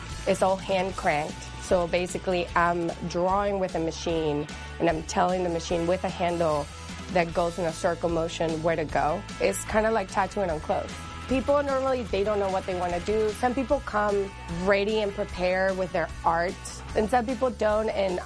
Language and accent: English; Lima, Peru; moved away as an adult; I'm from Lima, which is the capital, and I grew up in a neighborhood called Miraflores